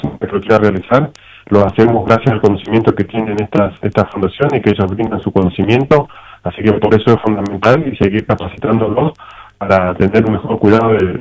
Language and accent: Spanish; Santa Cruz, Argentina